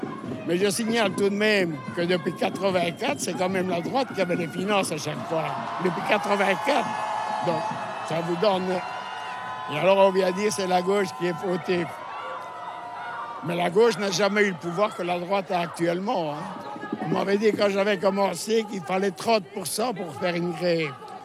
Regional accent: Spain; now in Belgium; Et pour finir, je suis espagnol. Même si j'ai toujours la nationalité, mais je suis plus belge qu'un belge.

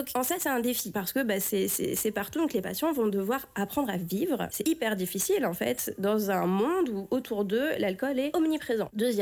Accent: France; moved away as an adult; now in Belgium; moi je suis arrivée en Belgique il y a plus de 10 ans, je suis française

